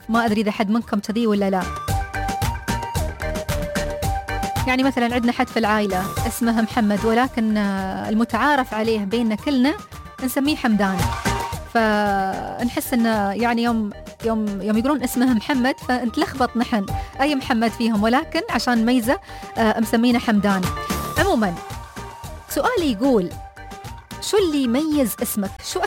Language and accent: Arabic; United Arab Emirates; عندنا في الإمارات